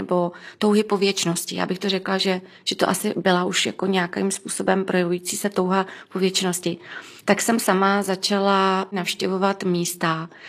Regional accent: Duchcov, Ústí nad Labem Region, Czechia; blízko města, kde bydlím, já jsem z Duchcova

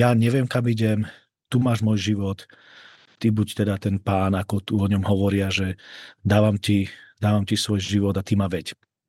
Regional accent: Prešov Region, Slovakia; now in Czech Republic; já vlastně pochádzam z východného Slovenska, od Prešova, tam som žil 25 rokov

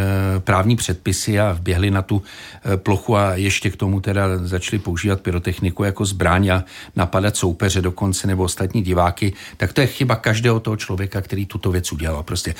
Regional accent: Prague, Czechia; já tím, že jsem z Prahy 10, tak jsem se vybíral mezi Bohemkou a Slavií samozřejmě

